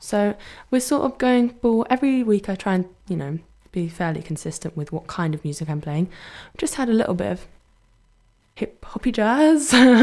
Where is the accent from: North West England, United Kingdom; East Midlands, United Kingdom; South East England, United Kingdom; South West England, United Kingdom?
South East England, United Kingdom; Brighton; accent: Brighton; I can't really say it in my Brighton accent.